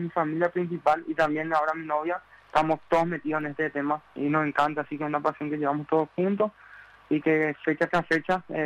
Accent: Coronel Oviedo, Caaguazú, Paraguay; De Colón del Oviedo, así mismo.

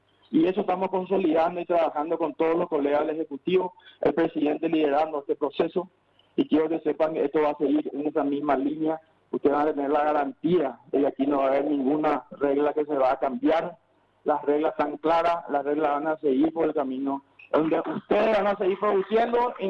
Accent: Paraguay; como productor y como paraguayo

